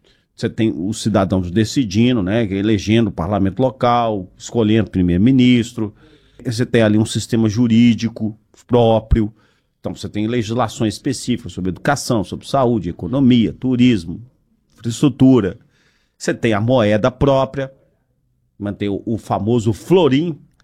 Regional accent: Barbacena, Minas Gerais, Brazil; Eu sou lá de Barbacena.

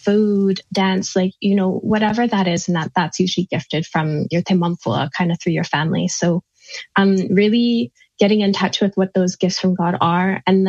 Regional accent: Vancouver, British Columbia, Canada; here in my hometown.

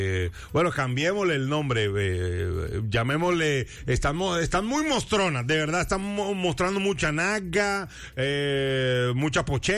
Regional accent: Barranquilla, Atlántico, Colombia; la jerga, el dialecto de nosotros, los barranquilleros

